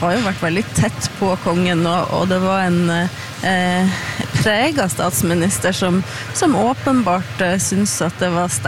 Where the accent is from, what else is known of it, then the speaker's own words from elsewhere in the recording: Northern Norway, Norway; snakket om et fjell oppe I nord, der jeg kommer fra, hvis det lov å si.